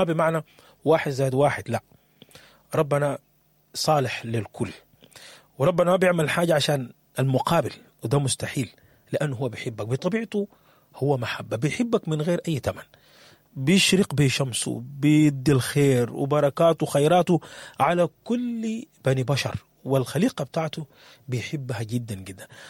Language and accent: Arabic; Sudan; بلدنا السودان